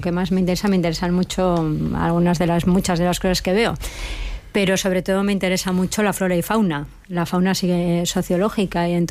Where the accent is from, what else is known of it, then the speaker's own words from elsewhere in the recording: Basque Country, Spain; also born or lived in San Sebastián; Euskadi, que está, lo digo porque yo soy vasca.